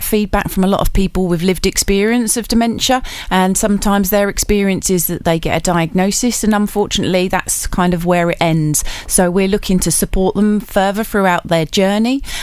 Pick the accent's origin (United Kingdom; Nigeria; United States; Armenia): United Kingdom; Braintree, East of England; now in Chelmsford, United Kingdom; So I was born and bred in Braintree for all my sins, and then moved over into Chelmsford.